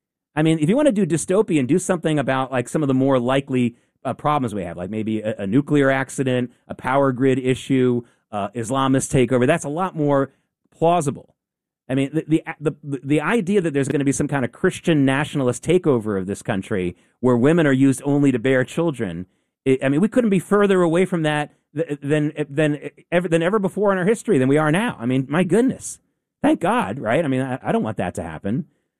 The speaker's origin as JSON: {"language": "English", "region": "the South", "country": "United States", "tie": "born or raised there", "said": "I grew up in the South. I know it exists"}